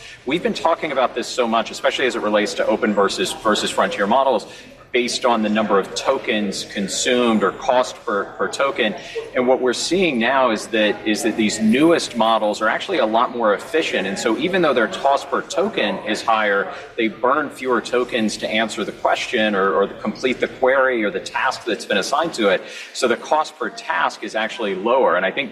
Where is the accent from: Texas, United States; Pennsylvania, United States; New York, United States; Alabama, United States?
Alabama, United States; you know, my home state of Alabama.